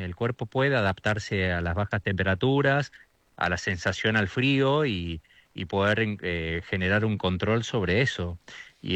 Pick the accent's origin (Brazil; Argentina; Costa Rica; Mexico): Argentina